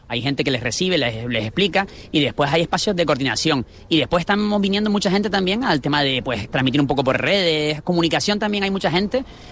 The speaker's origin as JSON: {"language": "Spanish", "town": "Las Palmas de Gran Canaria", "region": "Canary Islands", "country": "Spain", "said": "yo soy de La Isleta"}